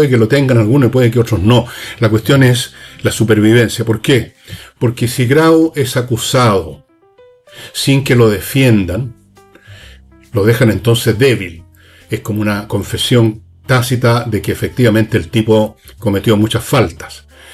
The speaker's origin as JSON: {"language": "Spanish", "country": "Chile", "said": "Esas personas somos los chilenos y ese país es Chile."}